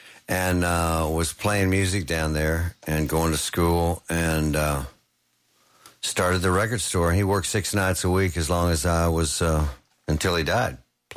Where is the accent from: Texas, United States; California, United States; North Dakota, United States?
Texas, United States; Fort Worth; My dad started a record store in Fort Worth, Texas in 1957, and that's where I grew up